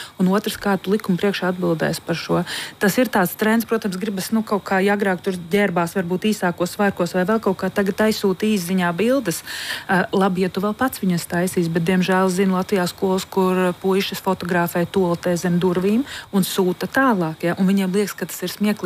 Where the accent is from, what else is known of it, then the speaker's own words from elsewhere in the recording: United Kingdom; bet tā kā es no Lielbritānijas, tad šobrīd tur ir tūkstošiem bērnu